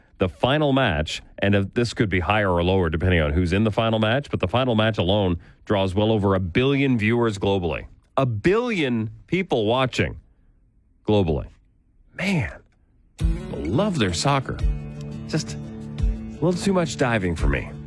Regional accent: Canada; … says, go Canada, because I'm Canadian.

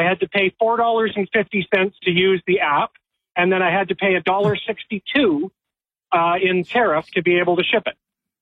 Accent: Canada; or Zed, actually, because we're Canadian.

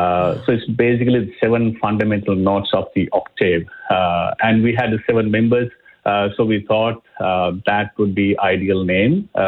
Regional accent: Sri Lanka; now in Canada; We are all originally from Sri Lanka, and now we moved here in Canada, and some people recently moved, but some living for decades. Myself, I've now lived here close to 8 years.

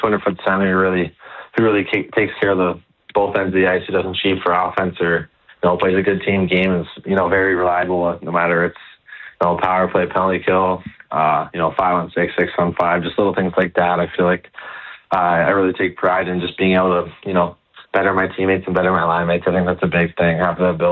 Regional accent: Canada; So being a Canadian kid was always, you know, that always helped out a lot

